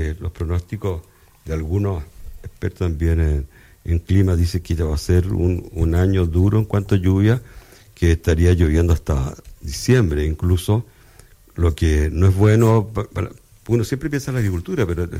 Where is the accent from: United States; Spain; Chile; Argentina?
Chile; todos los chilenos somos socios de Codelco